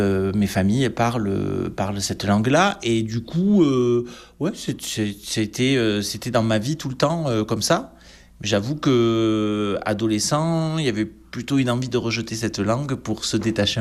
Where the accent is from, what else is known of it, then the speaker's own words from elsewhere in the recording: Nasbinals, Occitanie, France; first language Occitan; Bah oui, je suis originaire de l'Asbinal. Mon tout premier contact, je suis incapable de vous le dire, parce que comme c'est ma langue maternelle, enfin en tout cas une de mes langues maternelles, c'est depuis toujours.